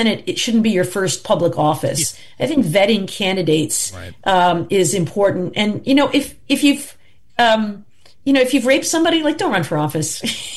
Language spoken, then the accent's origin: English; Michigan, United States; We've done that in my home state of Michigan.